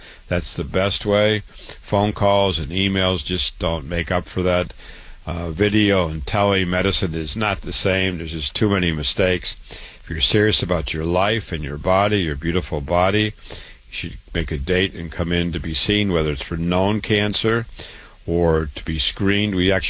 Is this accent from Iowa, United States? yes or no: yes; Waterloo, Iowa, United States; was born and raised in Waterloo, Iowa, went to the University of Iowa, MD at 25, my home state.